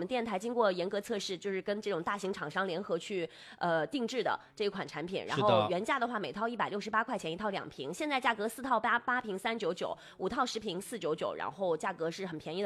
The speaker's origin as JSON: {"language": "Chinese", "region": "Inner Mongolia", "country": "China", "moved": "yes", "said": "虽然我是内蒙古人啊，"}